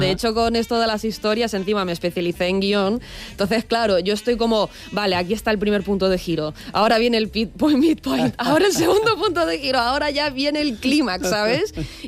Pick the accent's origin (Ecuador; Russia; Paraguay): Russia; Buah, sí, me encanta el verano. Y siendo rusa, ¿eh? Sí. Que parece que no, pero pero, ostras, en Rusia hace un calor a veces, sí.